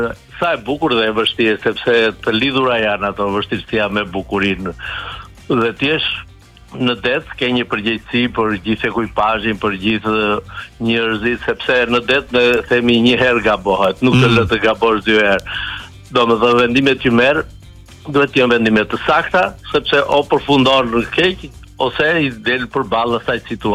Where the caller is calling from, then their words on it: Vlorë, Vlorë County, Albania; Unë jam nga Vlora